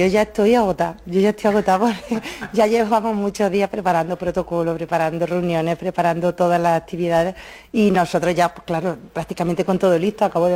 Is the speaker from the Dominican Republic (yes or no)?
no; Bailén, Andalusia, Spain; born there; que es tradición aquí en Bailén. Entonces, desde que yo tengo uso de razón, ya me llevaban mis padres a ver Peneque